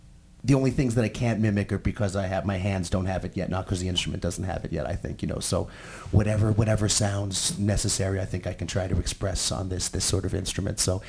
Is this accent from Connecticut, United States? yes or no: no; New York City, New York, United States; luckily growing up in New York City, I was able to play some Balkan weddings